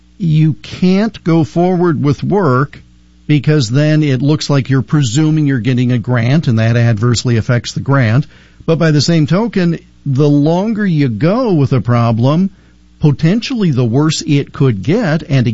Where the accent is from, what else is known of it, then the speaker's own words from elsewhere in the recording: Toledo, Ohio, United States; In my hometown of Toledo, they did a wonderful restoration